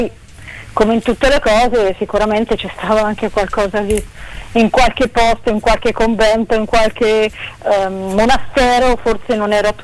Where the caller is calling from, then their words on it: Chiaravalle, Marche, Italy; cioè Ancona, dove sto io, Chiaravalle, insomma, in provincia di Ancona